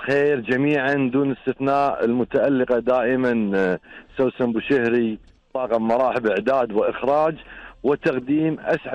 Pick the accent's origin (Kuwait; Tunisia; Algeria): Kuwait